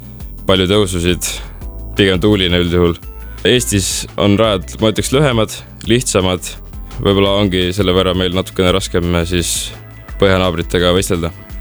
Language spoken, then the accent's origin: Estonian; Tallinn, Harju County, Estonia; Aga Tallinnast, kust ma siis nii-öelda aga pärit olen, seal oleks hädasti vaja järvele kõrvale veel ühte korralikku rada.